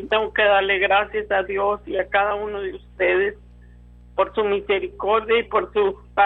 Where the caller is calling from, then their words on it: Brownsville, Texas, United States; hablo de Brownsville.